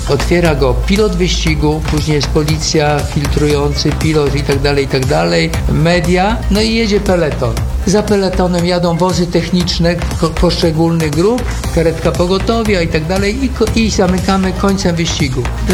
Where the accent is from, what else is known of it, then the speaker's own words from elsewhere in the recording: Kołczygłowy, Pomeranian Voivodeship, Poland; born there; jedziemy do Kołczygłów, a w Kołczygłowach się urodziłem. Tam też jest szkoła mojego imienia.